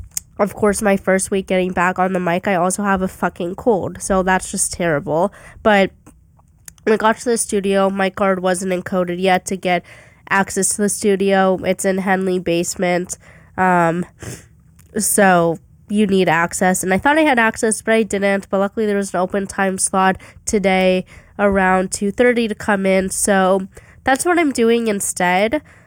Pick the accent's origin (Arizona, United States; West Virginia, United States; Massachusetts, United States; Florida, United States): Arizona, United States; moved away as an adult; now in Orange, United States; Obviously, you girlies know I'm from Arizona